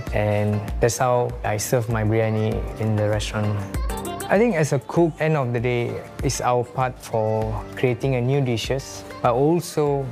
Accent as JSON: {"language": "English", "region": "Penang", "country": "Malaysia", "moved": "yes", "lives_now": "Singapore", "said": "Actually, I'm from Penang. My grandparents are from Chettinad region in South India."}